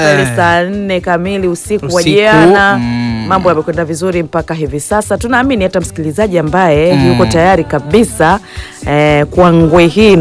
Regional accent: Tanzania; sisi ni Watanzania.

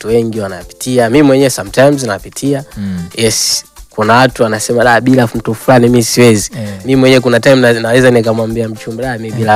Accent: Ruangwa, Lindi, Tanzania; moved away as an adult; now in Dar es Salaam, Tanzania; Nimetoka wilayani Ruangwa, nimeenda Lindi mjini pale.

